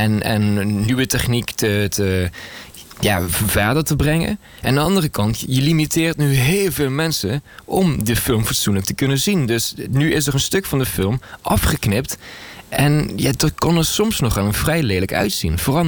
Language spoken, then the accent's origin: Dutch; Netherlands; als Nederlander